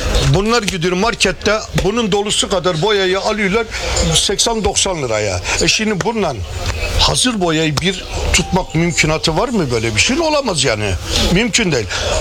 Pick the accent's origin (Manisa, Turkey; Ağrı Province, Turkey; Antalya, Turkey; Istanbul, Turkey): Ağrı Province, Turkey; Ağrı; also born or lived in Ankara; now in Aydın, Turkey; Benim aslen memleketim Ağrı. Ağrı'dan Ankara'ya geldik, Ankara'dan da buraya geldik. 77'den beri buradayız.